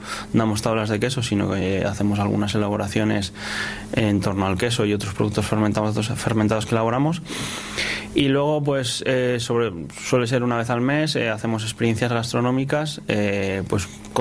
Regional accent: Torrelavega, Cantabria, Spain; yo soy de Dualez, de un barrio de Torlavega, que está prácticamente dentro de la Isniace

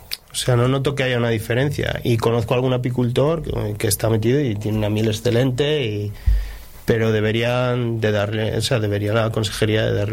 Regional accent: Cantabria, Spain; queremos apoyar la España, la Cantabria vaciada, el mundo rural, pero luego realmente, si es que mi pueblo está a 8 kilómetros de autovía, a 14 del instituto

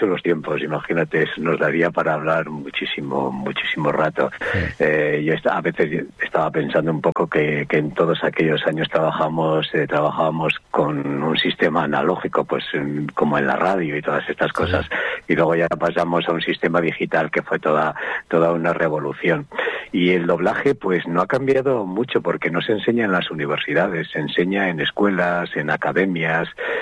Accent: Castro Urdiales, Cantabria, Spain; yo soy de Cantabria, soy de Castro Urdiales

